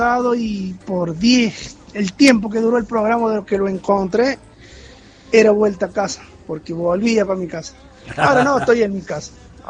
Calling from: Villa Mercedes, San Luis, Argentina; de Villa Mercedes.

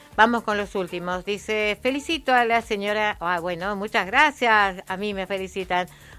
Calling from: Fernández Oro, Río Negro, Argentina; de Fernández Oro.

